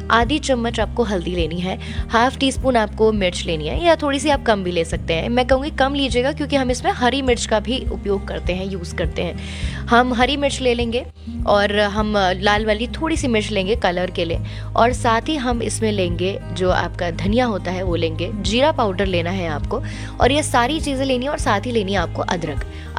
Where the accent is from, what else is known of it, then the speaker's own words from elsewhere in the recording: West Bengal, India; मैं भी बंगाली हूँ और इसीलिए शायद से आपको वो जो टोन मिल रहा होगा वो थोड़ा सा मिल रहा होगा